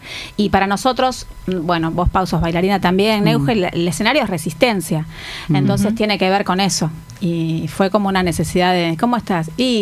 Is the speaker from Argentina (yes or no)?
yes; Buenos Aires, Argentina; born there; moved away as an adult; also born or lived in Flores, Buenos Aires / Caballito, Buenos Aires / United States; now in Parque Leloir, Argentina; yo soy de Cava, yo nací en Mataderos, viví en Flores, Caballito. Yo elegí hace 30 años Parque Leluar, para criar a mis hijos, el lugar de mi identidad. Yo viví en Estados Unidos también 6 años y decidí criar a mis hijos acá.